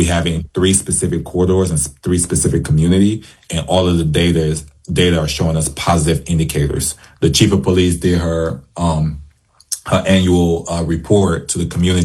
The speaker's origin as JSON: {"language": "English", "town": "Detroit", "region": "Michigan", "country": "United States", "tie": "born or raised there", "said": "I remember when I was growing up in Detroit"}